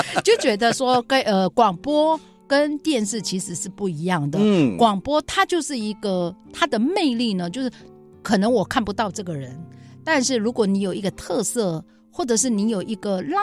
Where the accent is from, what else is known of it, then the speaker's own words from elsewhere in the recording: Taiwan; born there; moved away; 我小时候在国小请说国语的那个年代、 嗯、 我被同学检举讲山地话罚站一个小时